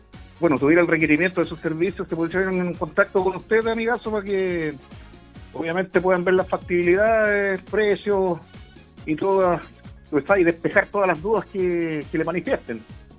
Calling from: San Fernando, Chile; Yo soy de acá de San Fernando

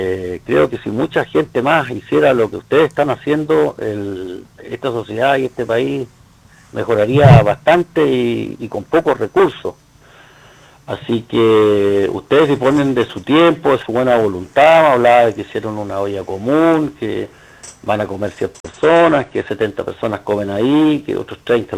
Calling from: Osorno, Los Lagos, Chile; Creo que represento a toda la ciudad de Osorno en esto

